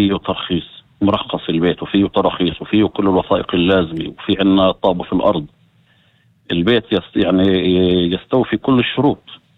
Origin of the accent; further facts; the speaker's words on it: Umm al-Fahm, Haifa District, Israel; born there; مواليد أم الفحم. أيوة.